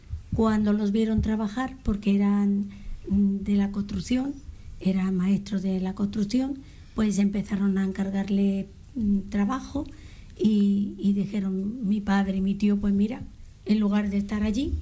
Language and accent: Spanish; Castilla-La Mancha, Spain; now in San Fernando, Spain; vinieron mis padres a recogerme en Navidad y nos marchamos de nuevo a mi pueblo, allí por Toledo.